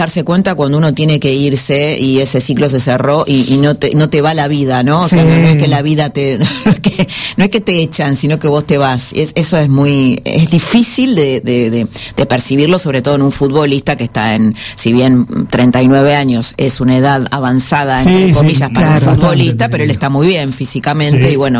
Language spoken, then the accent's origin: Spanish; Argentina; nosotros como argentinos